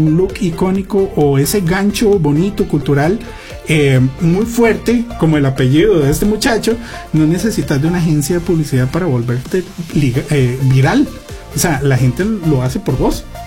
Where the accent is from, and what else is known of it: Costa Rica